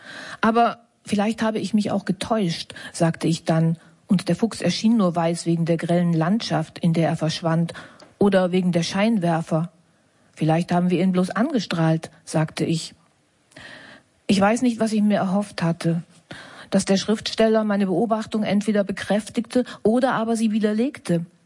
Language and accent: German; East Germany, Germany; wir sind eigentlich auch aus der DDR ursprünglich und so.